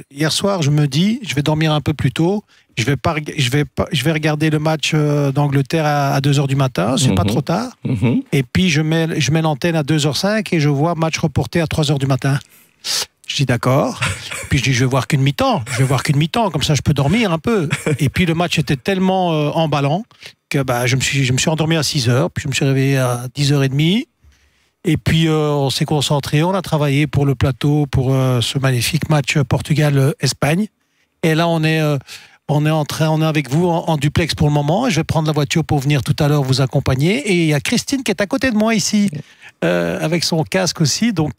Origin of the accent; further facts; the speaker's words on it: Belgium; On est belge d'origine africaine